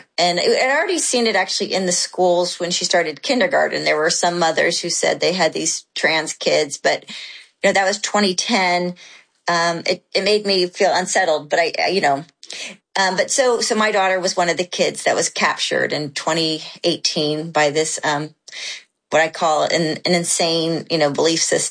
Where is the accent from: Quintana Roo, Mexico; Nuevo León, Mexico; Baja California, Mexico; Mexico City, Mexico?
Mexico City, Mexico; also born or lived in Thailand; I was raised overseas in Mexico City in Thailand. And my parents, they moved to San Diego when I was in high school.